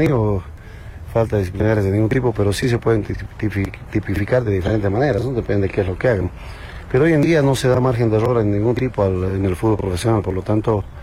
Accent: Cochabamba, Bolivia; moved away; mi tierra, Cochabamba

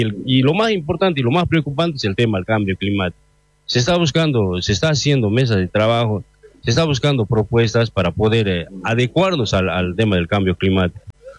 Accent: Tarija, Bolivia; todos nosotros como pueblo tarijeño y como pueblo boliviano

